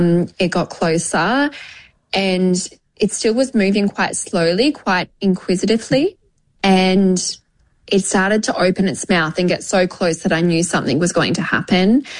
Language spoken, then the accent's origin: English; Sydney, New South Wales, Australia; also born or lived in Hawke's Bay, New Zealand; I'm actually a New Zealand citizen. I am a dual citizen, so I'm Australian and Kiwi, and I have been brought up in Australia, but I am still a very proud Kiwi. My family are from Hawke's Bay.